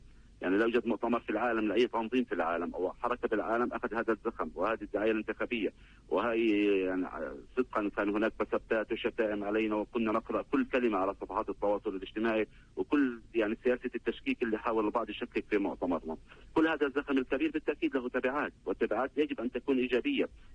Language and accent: Arabic; Palestine; فإحنا كشعب فلسطيني بخير